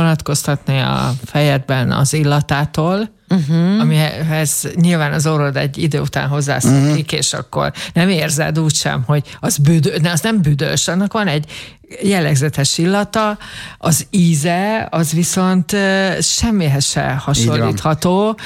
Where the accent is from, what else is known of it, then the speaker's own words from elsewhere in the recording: Balaton Uplands, Hungary; én a Balaton felvidéken nőttem fel